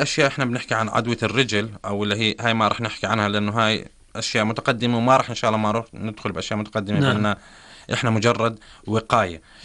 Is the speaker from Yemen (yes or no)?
no; Jordan; هذا طبعا مش موجود عندنا بالأردن